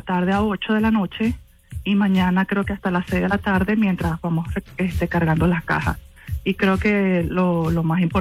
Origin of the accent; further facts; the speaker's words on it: Caracas, Capital District, Venezuela; moved away as an adult; now in Nebraska, United States; yo soy de Caracas, ya tengo acá más de 10 años en Nebraska